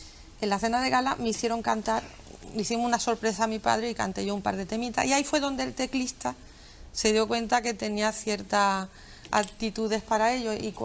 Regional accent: San Fernando, Andalusia, Spain; No, no, somos de San Fernando.

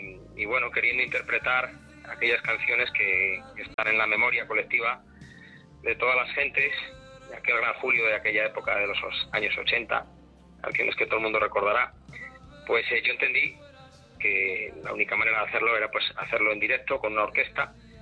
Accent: Salamanca, Castile and León, Spain; moved away as an adult; now in Sanlúcar de Barrameda, Spain; allí en mi tierra, en Salamanca

